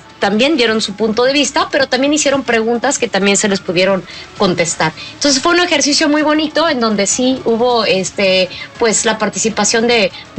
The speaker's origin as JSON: {"language": "Spanish", "country": "Mexico", "said": "no de partido político, sino como mexicanas y mexicanos, es apoyar y defender también junto con ella esta soberanía"}